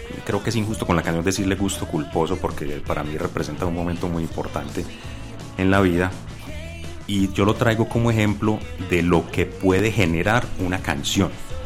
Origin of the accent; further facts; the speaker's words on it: La Ceja, Antioquia, Colombia; yo soy del municipio de La Ceja.